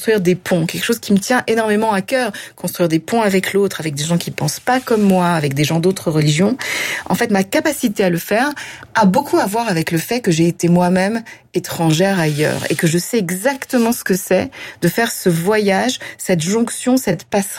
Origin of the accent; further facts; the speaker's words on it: France; J'ai le sentiment que je dois tenter d'apporter en Europe et en France, là où j'ai grandi, une voix qui, je l'avoue, m'a été manquante dans mon éducation juive.